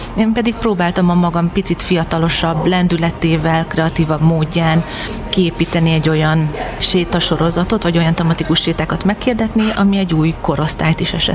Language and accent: Hungarian; Debrecen, Hajdú-Bihar, Hungary; Én Debrecenben születtem, itt nőttem fel. Kisebb kitérőket tekintve mondjuk egy egyéves szegedi tartózkodást, illetve egy 9 hónapos angliai tartózkodást leszámítva, hogy világéletemben itt éltem Debrecenben.